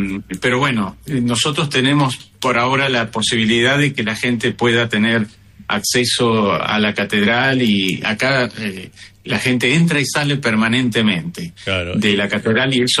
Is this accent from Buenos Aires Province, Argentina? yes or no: yes; Bahía Blanca, Buenos Aires Province, Argentina; now in La Plata, Argentina; yo soy de Bahía Blanca.